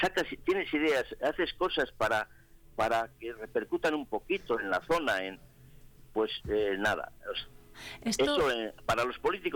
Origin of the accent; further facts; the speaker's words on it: San Salvador de Cantamuda, Castile and León, Spain; que yo soy de San Salvador, de Cantamuga, sí.